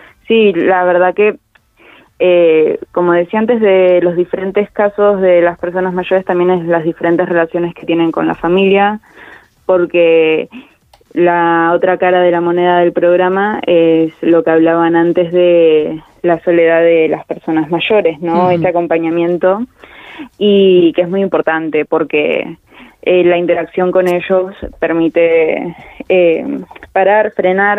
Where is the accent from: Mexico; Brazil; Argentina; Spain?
Argentina; Si bien yo soy argentina, mi familia toda de España, y ella es manchega y mi papá también era manchego